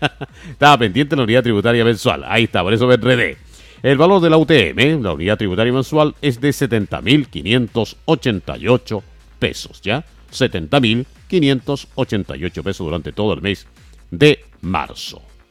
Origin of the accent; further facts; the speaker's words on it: Huasco, Atacama, Chile; Nosotros no llegamos de Santiago, no llegamos de Copiapó ni de ningún lado. Somos de Huasquito, chiquillos.